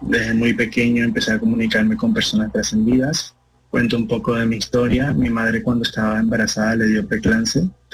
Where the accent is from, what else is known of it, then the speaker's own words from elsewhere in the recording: Venezuela; yo soy un joven de 21 años, soy venezolano, ¿vale?